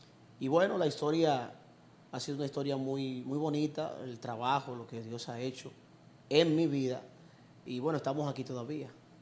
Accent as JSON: {"language": "Spanish", "region": "San Pedro de Macorís", "country": "Dominican Republic", "tie": "born or raised there", "moved": "as an adult", "lives_now": "Santo Domingo, Dominican Republic", "said": "Soy oriundo de San Pedro de Macorís. Y bueno, desde los 16 años, sirviendo al Señor, estoy aquí en Santo Domingo desde los 19, vine por un tema de estudios"}